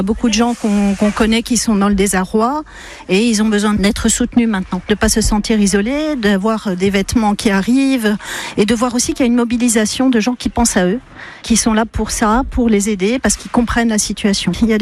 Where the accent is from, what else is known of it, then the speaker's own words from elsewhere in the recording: Arcachon, Nouvelle-Aquitaine, France; born there; now in Sablé-sur-Sarthe, France; je suis née à Arcachon. Donc, je suis originaire du Sud-Ouest par ma famille et j'ai encore des amis là-bas.